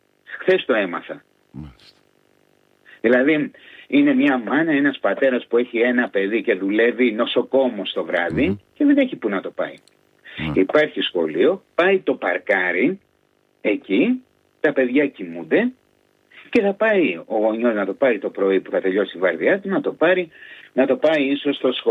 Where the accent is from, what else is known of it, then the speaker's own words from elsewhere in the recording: Greece; moved away as an adult; also born or lived in Gothenburg, Sweden; now in Helsingborg, Sweden; εμείς σαν Έλληνες